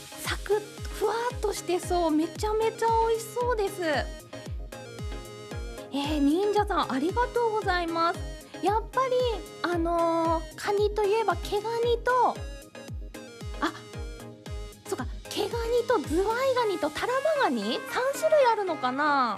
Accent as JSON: {"language": "Japanese", "region": "Hokkaido", "country": "Japan", "tie": "born or raised there", "moved": "yes", "lives_now": "Abashiri, Japan", "said": "私…も東別町の出身でしたので"}